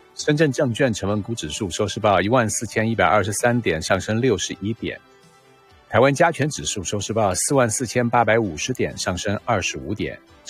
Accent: Canada; 但是起码我认为我们加拿大是没有强迫劳动的。

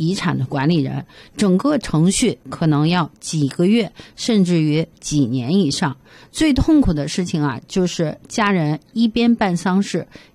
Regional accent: China; now in Canada; 咱中国人

